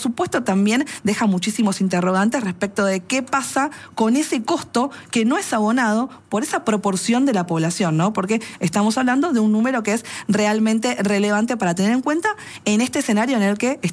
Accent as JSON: {"language": "Spanish", "country": "Argentina"}